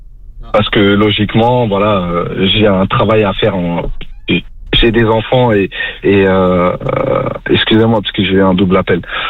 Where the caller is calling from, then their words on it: Bagneux, Île-de-France, France; Je suis à Bagneux.